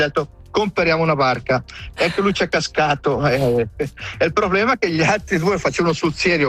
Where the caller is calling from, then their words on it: Le Prese, Graubünden, Switzerland; io sono di Le Prese